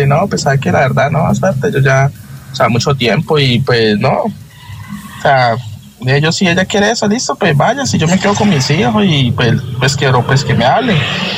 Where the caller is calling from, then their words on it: Neiva, Huila, Colombia; nosotros somos de Neiva